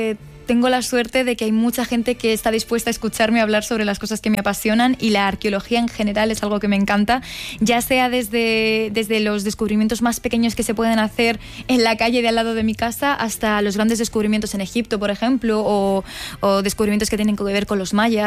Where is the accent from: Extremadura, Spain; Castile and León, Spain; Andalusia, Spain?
Castile and León, Spain; Segovia; now in Madrid, Spain; yo soy de Segovia, yo he crecido en una ciudad donde puedes ver la Edad Moderna y la Edad Media en sus calles.